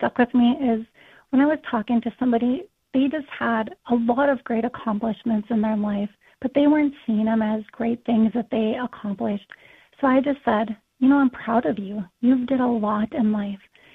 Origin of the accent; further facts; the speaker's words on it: North Dakota, United States; I grew up actually in Belva, North Dakota, so a really rural city